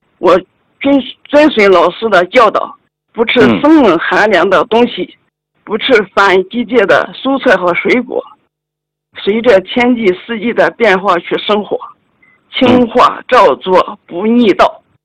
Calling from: Taiyuan, Shanxi, China; 我是来自山西的太原的一名学员， … 今年66岁，我是1960年农历8月26日巳时出生

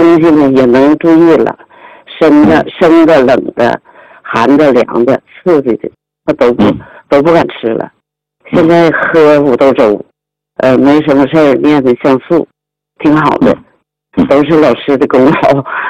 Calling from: Harbin, Heilongjiang, China; 我是来自黑龙江哈尔滨的，

